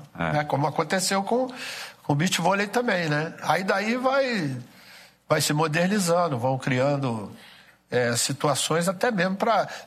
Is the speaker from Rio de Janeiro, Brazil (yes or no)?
yes; Rio de Janeiro, Brazil; eu fui criado aqui em Copacabana